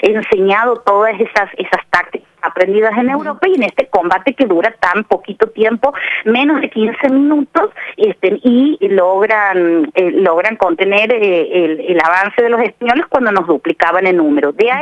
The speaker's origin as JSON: {"language": "Spanish", "country": "Argentina"}